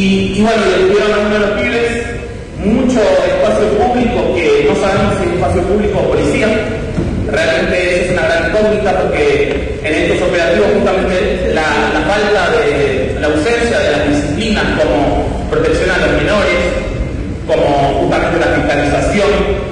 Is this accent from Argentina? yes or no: yes; Buenos Aires, Argentina; de la Villa 2124